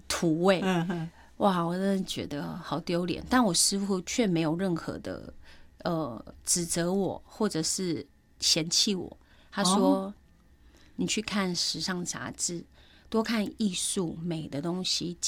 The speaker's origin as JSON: {"language": "Chinese", "region": "Miaoli County", "country": "Taiwan", "said": "那他是新竹人，我是苗栗人"}